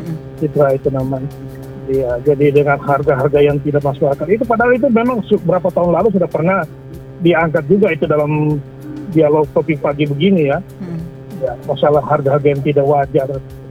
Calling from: Donggala, Central Sulawesi, Indonesia; saya orang Donggala

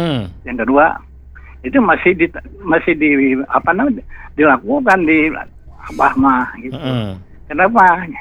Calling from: Lebak, Banten, Indonesia; Maja itu kabupatennya Lebak.

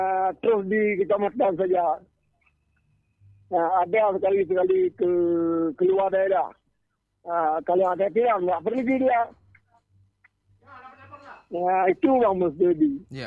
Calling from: Aceh, Indonesia

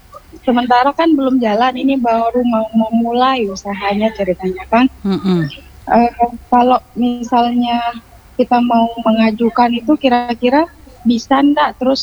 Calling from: Indonesia; di Gunung Sari.

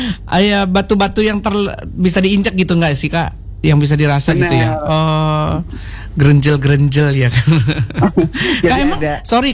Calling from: Bandar Lampung, Lampung, Indonesia; Saya dari Ibu … di Kedaung, Bandar Lampung.

